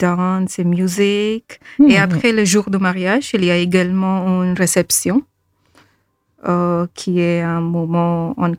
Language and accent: French; India; Oui, j'ai grandi en Inde et j'ai assisté beaucoup des mariages de mes amis, amis de ma famille et tout.